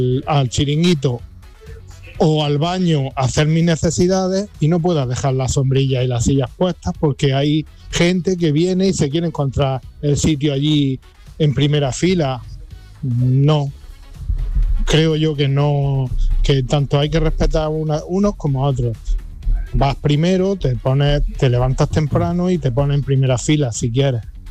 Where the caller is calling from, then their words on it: Madrid, Community of Madrid, Spain; de Madrid.